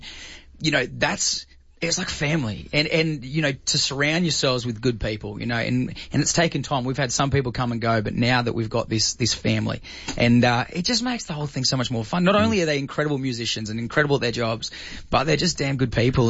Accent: Australia; And, you know, the truth is that this is my hometown. This is my, Australia has really been, you know, so good to me.

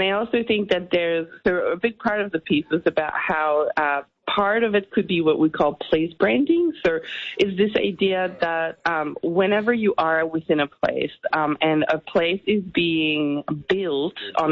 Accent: Montreal, Quebec, Canada; also born or lived in New York; now in Australia; I'm French Canadian, but I am Aussie now

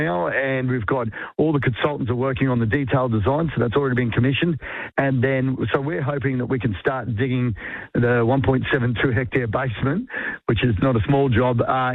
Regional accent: Strathpine, Queensland, Australia; I grew up in this area, I was born in Gibby Road, Strathpine

